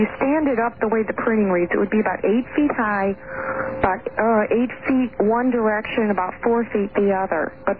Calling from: Illinois, United States

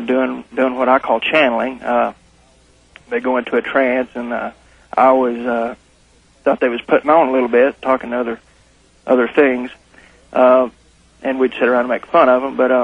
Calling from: Fort Smith, Arkansas, United States; I'm calling from Fort Smith, Arkansas.

